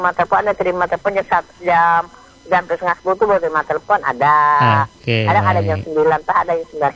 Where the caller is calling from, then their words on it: Indonesia; Jadi kami ini warga Kemang nih, Cempaka Putih nih